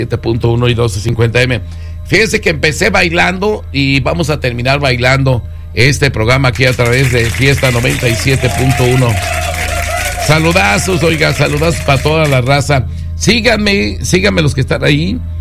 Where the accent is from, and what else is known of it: Mexico